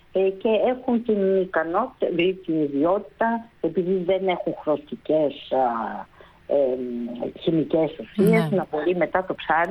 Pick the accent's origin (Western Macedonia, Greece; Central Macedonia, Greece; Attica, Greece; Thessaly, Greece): Thessaly, Greece; born there; γεννήθηκα στο Θεσσαλικό κάμπο που είναι γεμάτος από φύση.